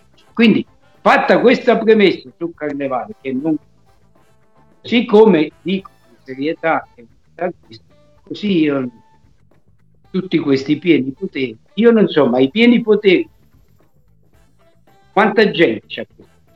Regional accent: Campania, Italy; dalle nostre parti, in Campania

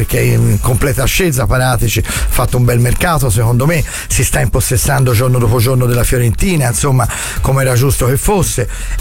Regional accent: Florence, Tuscany, Italy; also born or lived in -; Io sono di Rifredi, come sai, no? Anche se sono trapiantato a Firenze Sud da 25 anni, ho abbandonato il settentrione per abbracciare il meridione.

